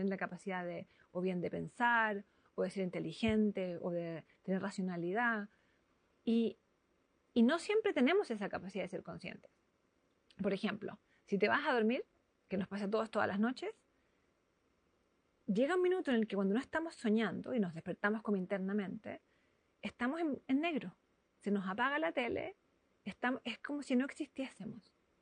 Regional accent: Chile; Yo digo, soy una fake Italian. Yo soy chilena.

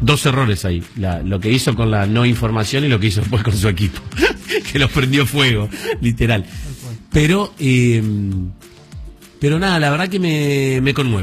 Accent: Argentina; a todos los argentinos

